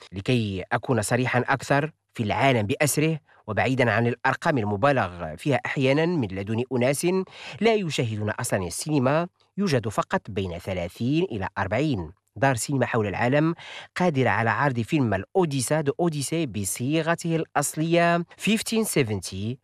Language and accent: Arabic; Morocco; عندنا في المغرب